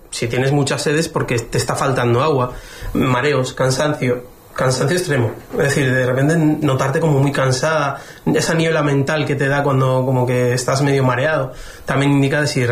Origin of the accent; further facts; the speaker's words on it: Basque Country, Spain; now in Canary Islands, Spain; yo en el País Vasco, en mi pueblo, así, de memoria, te puedo decir que hay 3 o 4 fuentes. Y es un pueblo de 9.000 personas. 3 o 4 fuentes y es un pueblo muy pequeñito, que los pueblos ahí en el norte no son como aquí, en extensión tan grande. Son así, son chiquititos, está recogidito.